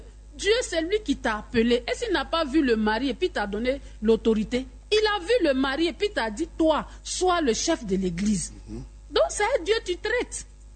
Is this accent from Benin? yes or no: no; Abidjan, Côte d’Ivoire; Mais chez nous, à Abidjan ici